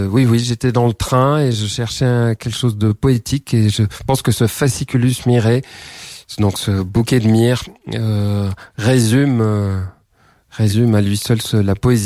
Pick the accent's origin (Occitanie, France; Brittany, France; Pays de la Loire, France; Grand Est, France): Occitanie, France; Toulouse; born there; je suis un homme de la province, donc ça me touche d'aller voir. Oui, oui, oui, je suis né à Toulouse aussi